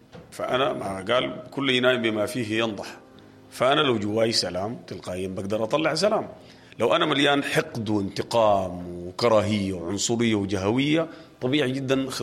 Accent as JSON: {"language": "Arabic", "country": "Sudan", "said": "اللغة الممكن تجمعنا كسودانيين"}